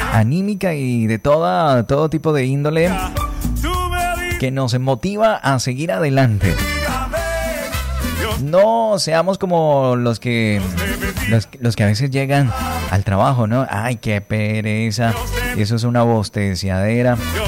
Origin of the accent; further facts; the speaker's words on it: Colombia; moved away; Así se llama el barrio de mi tierra, Villapaz.